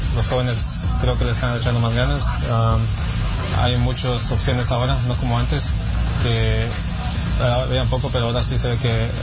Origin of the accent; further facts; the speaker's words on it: Guatemala; now in Houston, United States; Soy de Guatemala.